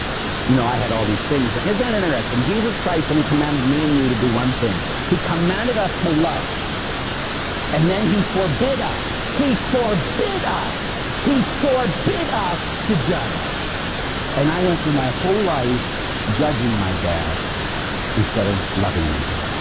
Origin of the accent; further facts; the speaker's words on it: Pittsburgh, Pennsylvania, United States; I grew up in Pittsburgh, huh?